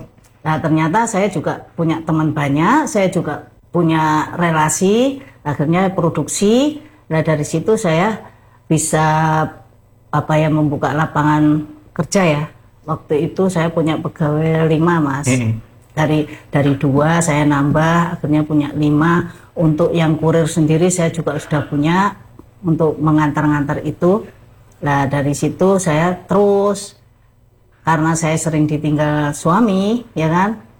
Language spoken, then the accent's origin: Indonesian; Malang, East Java, Indonesia; moved away as an adult; now in Semarang, Indonesia; Waktu itu saya memang orang Malang ya. Karena suami kerjanya di Semarang, akhirnya saya dijerah ke Semarang. Di sana 32 tahun sekarang.